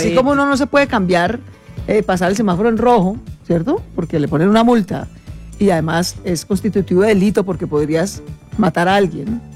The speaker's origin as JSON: {"language": "Spanish", "country": "Colombia", "said": "Somos dos colombianos, hemos hechos a pulso, pues, ambos hijos de una familia hecha a pulso."}